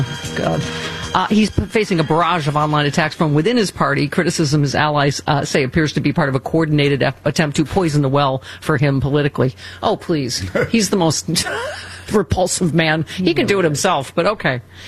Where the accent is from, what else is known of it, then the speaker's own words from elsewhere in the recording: Buffalo, New York, United States; my entire hometown hockey team of the Buffalo Sabres